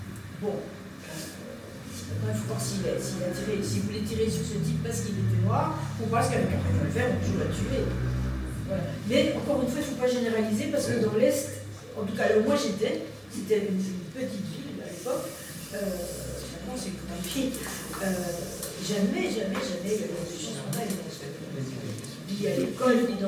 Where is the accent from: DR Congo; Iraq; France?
DR Congo; Katanga; À la même époque, moi j'ai vécu, j'ai passé toute mon enfance à l'Est, au Katanga, ouais.